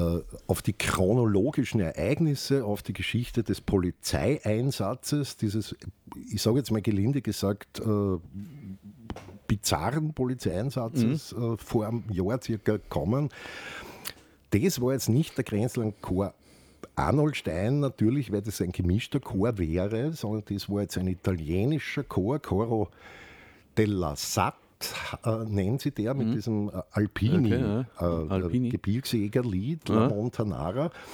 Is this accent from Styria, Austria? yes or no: no; Carinthia, Austria; ich bin ja selber Kärntner Slowener.